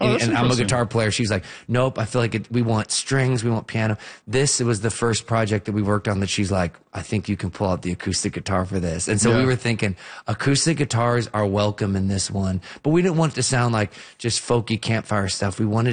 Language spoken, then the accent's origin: English; London, Ontario, Canada; as a Canadian, as a London girl, as an Ontario girl, to be teaching, you know, Americans about this place called Muskoka that we all know now as Canadians. I'm a dual citizen now